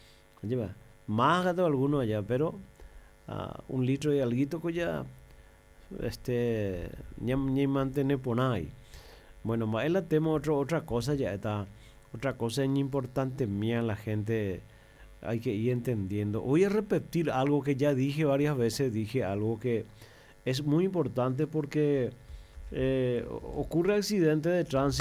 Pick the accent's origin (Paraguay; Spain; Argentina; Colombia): Paraguay; somos todos paraguayos